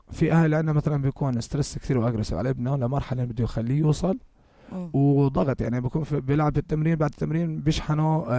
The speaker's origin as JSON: {"language": "Arabic", "country": "Jordan", "said": "احنا كشعب اردني"}